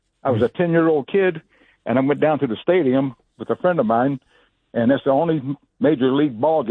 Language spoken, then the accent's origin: English; Cleveland, Ohio, United States; born there; also born or lived in Arkansas; now in Elyria, United States; we moved from Arkansas in 1955 on the south side. You know where the south side of Cleveland is?